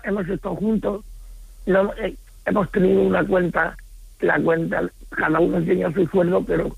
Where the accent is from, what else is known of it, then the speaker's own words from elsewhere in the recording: Córdoba, Andalusia, Spain; now in Alicante, Spain; Estoy en Alicante, pero soy cordobés.